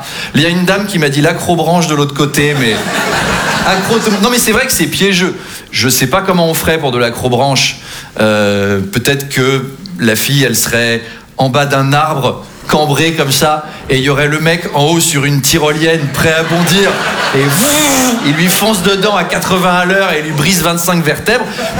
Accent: Versailles, Île-de-France, France; Moi j'ai grandi à Versailles, hein, très très catholique comme environnement

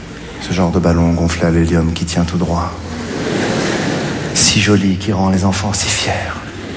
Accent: Morocco

